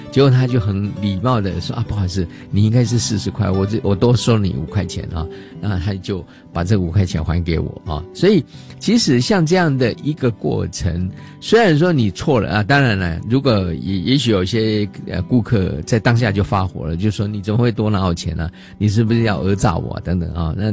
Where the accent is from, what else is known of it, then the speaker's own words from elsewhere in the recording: Taiwan; 可能对我们台湾人来讲，我们会觉得是习以为常啊。可是呢，其实如果你离开台湾，在外面生活，你会发现啊，这是很难得的啊。